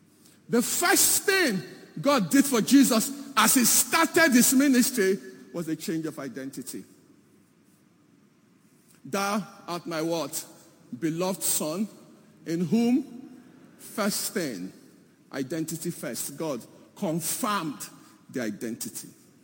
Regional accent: Igboland, Nigeria; I'm a Nigerian. If you take the layer off from a Nigerian, I am an Igbo man by ethnicity.

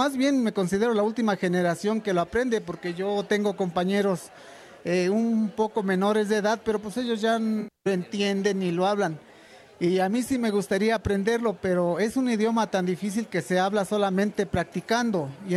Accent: Mexico; first language Otomi; Spanish is a second language; Desgraciadamente, el sistema de educación que existía en ese entonces, nos prohibían que habláramos nuestra lengua. Íbamos a la escuela y cuando el maestro nos oía hablar en otomí

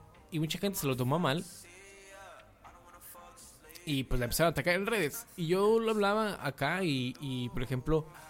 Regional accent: Mexico; todo lo que nos une como buenos mexicanos

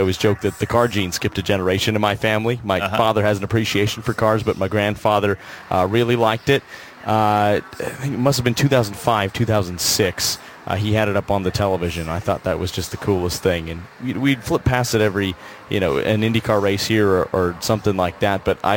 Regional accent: California, United States; I'm from SoCal

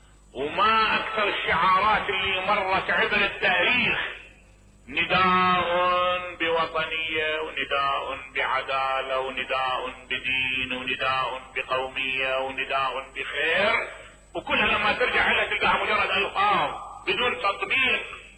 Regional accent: Najaf, Najaf Governorate, Iraq; قال لي انت منين؟ قلت انا من النجف.

